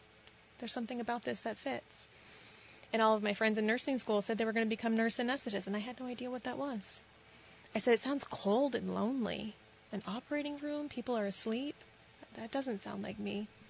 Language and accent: English; Sheldon, Vermont, United States; Not far. I grew up in Sheldon, Vermont.